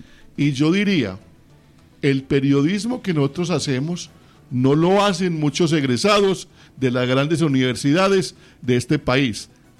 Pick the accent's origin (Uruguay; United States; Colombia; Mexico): Colombia